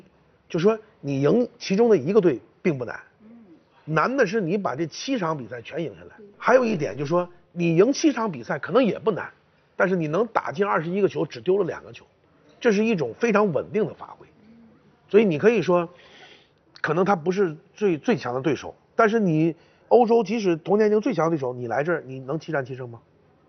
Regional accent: China; 我们最开始去的时候只是48分之一，他不会认为我们中国人会走得多远。

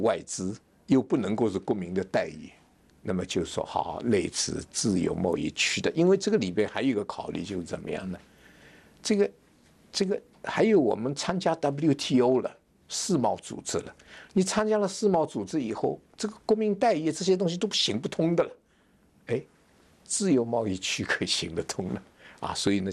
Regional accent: Hong Kong; 我们香港的

